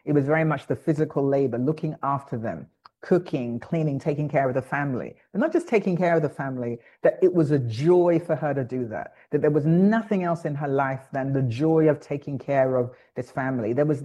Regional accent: London, United Kingdom; born or raised there; moved away as an adult; also born or lived in New York; now in Accra, Ghana

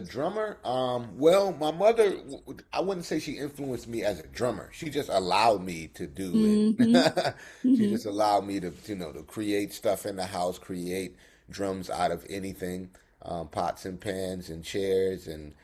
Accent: Washington, District of Columbia, United States; And so I'm from Washington DC, Southeast Washington DC. I grew up in the African Center schools in DC, like Watoto and that community Nation House Positive Action Center.

